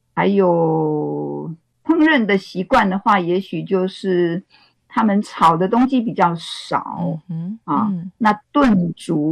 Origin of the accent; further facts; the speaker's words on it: Taiwan; 法国人的这个跟我们台湾这边饮食的差异性来说，我觉得也好像不是那么大。